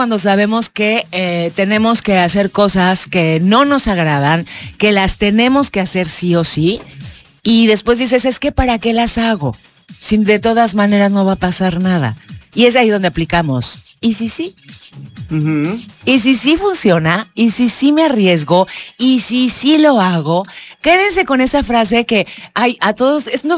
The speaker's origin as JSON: {"language": "Spanish", "country": "Mexico", "said": "somos mexicanos"}